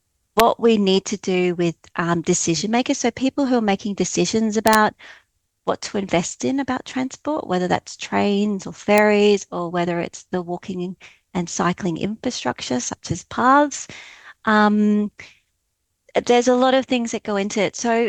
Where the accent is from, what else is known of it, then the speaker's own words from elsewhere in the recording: Brisbane, Queensland, Australia; moved away as an adult; now in Tasmania, Australia; So I grew up in Turrbal country on Brisbane North, so know that well. But I moved to Tasmania and about 5 years ago.